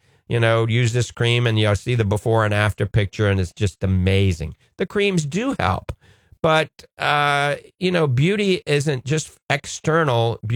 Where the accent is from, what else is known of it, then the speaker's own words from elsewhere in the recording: New Orleans, Louisiana, United States; I'm from New Orleans as well.